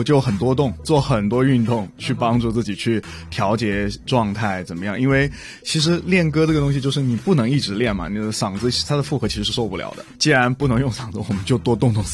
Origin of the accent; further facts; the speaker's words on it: Hubei, China; 因为我虽然是在湖北长大，但是其实我很喜欢香港音乐、广东歌